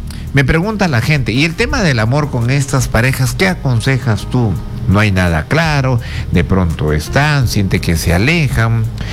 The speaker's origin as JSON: {"language": "Spanish", "town": "Cabo Blanco", "region": "Piura", "country": "Peru", "said": "Cabo Blanco, mi tierra."}